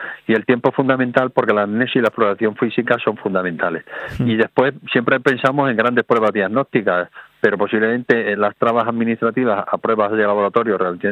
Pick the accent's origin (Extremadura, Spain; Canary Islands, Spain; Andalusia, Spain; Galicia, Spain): Extremadura, Spain; yo soy extremeño y ocurre lo mismo